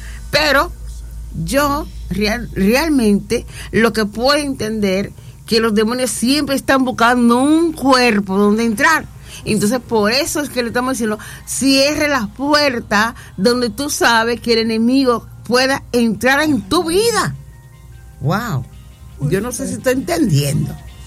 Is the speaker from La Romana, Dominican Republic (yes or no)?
yes; La Romana, Dominican Republic; born there; also born or lived in a batey (sugar-cane settlement); Aunque casi no me crié totalmente en el Batey, porque yo vine desde los 11 años para acá, para la Romana.